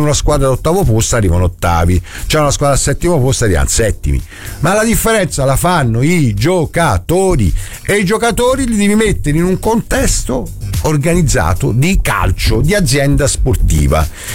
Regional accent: Florence, Tuscany, Italy; siamo Firenze, siamo fiorentini, siamo fighi

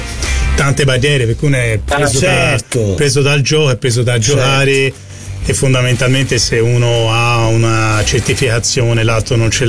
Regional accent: Florence, Tuscany, Italy; per anni ho vissuto e vivo, insomma, a Campo di Marte, però essendo nato, insomma, lì è Mercato Centrale dietro Santa Maria Novella

